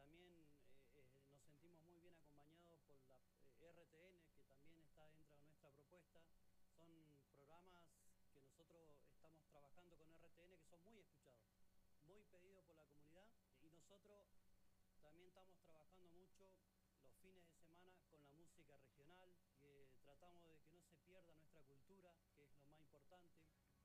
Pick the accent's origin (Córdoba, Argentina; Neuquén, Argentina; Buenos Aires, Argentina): Neuquén, Argentina; Las Ovejas; soy de Las Ovejas. Estamos acá ubicados en Radio Viva